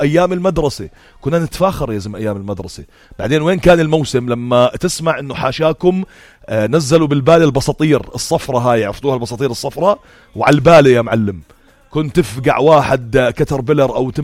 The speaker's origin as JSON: {"language": "Arabic", "town": "Amman", "region": "Amman Governorate", "country": "Jordan", "tie": "born or raised there", "said": "شفت كل اشي بعمان البسيطة وطفولتي كانت جزء كبير منها انزل فيه نحب انا اولاد الحاره عندنا كل مثلا يوم خميس وجمعه ننزل على وسط البلد"}